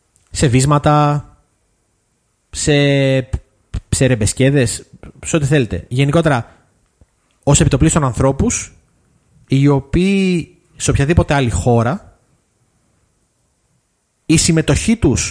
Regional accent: Antissa, North Aegean, Greece; Κάνε μια ρωτήτσι που λένε στο χωριό μου

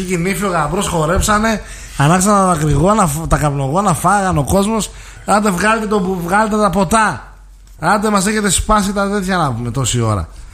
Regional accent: Kalamaria, Central Macedonia, Greece; Εγώ είμαι καλαμαριώτης

